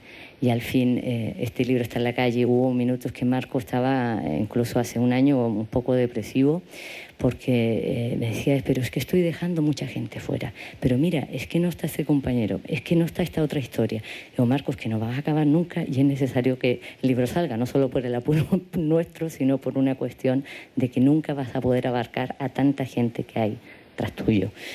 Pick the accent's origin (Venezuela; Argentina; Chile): Chile; Yo soy chilena y el contacto que él tiene con América Latina es muy bello